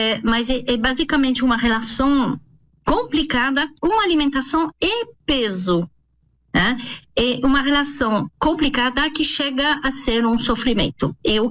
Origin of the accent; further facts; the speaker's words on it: France; now in Brazil; porque eu sou francesa, naturalizada no Brasil, agora sou brasileira